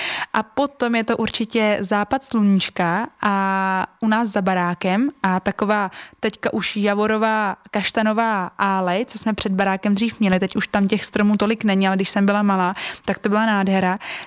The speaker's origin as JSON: {"language": "Czech", "region": "South Bohemian Region", "country": "Czechia", "said": "Já v srdci mám určitě Třeboňsko, já jsem hrdá Jihočeška, tak to určitě bude Třeboňsko. No a potom místo, malinká vesnička, kde bydlím, která se jmenuje Debrník, nachází se v turistické oblasti Toulava"}